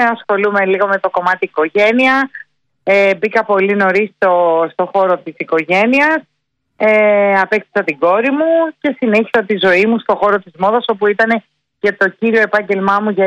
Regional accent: Athens, Attica, Greece; born there; Γεννήθηκα στην Αθήνα. Η καταγωγή μου είναι από τη Μάνη. Λακωνική Μάνη, ναι.

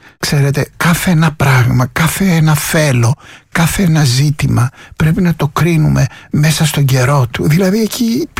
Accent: Chania, Crete, Greece; born there; Στα Χανιά.

